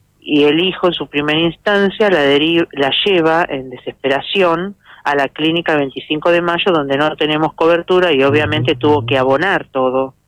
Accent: Merlo, Buenos Aires Province, Argentina; Yo soy de Merlo, en realidad. Bueno. Que es a 40 kilómetros de Luján.

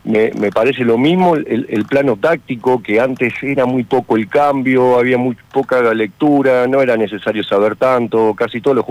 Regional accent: Mar del Plata, Buenos Aires Province, Argentina; Sí, yo en las mejores instituciones soy de Mar del Plata, por supuesto que esto lo hacen

